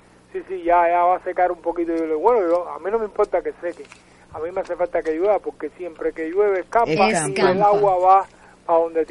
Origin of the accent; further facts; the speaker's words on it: Cuba; cubanos y de pelea.